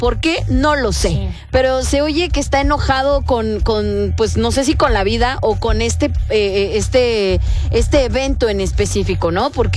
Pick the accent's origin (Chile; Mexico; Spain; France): Mexico; nosotros como mexicanos